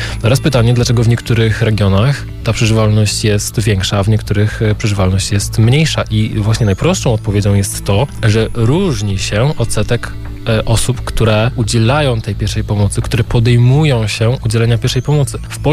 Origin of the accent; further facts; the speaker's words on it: Poznań, Greater Poland Voivodeship, Poland; jako poznaniacy, jako mieszkańcy Poznania